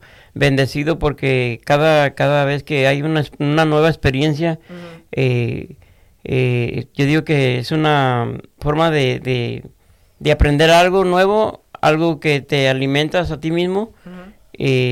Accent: Mexico; born there; moved away; qué bonito dejar mis greñas en mi tierra natal, ¿no? México.

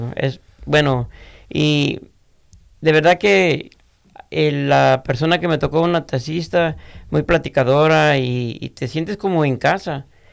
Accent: Mexico; born there; moved away; qué bonito dejar mis greñas en mi tierra natal, ¿no? México.

